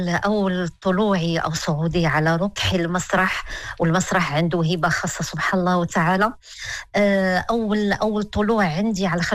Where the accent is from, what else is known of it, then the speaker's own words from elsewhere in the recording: Morocco; وأحرص على أن أتحدث باللهجة المغربية الراقية الجميلة اللي احنا كنعرفوها كاملين كمغاربة